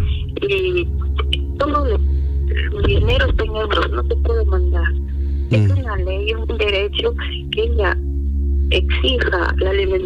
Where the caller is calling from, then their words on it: Chimbote, Ancash, Peru; Pastor, llamo de Chimbote.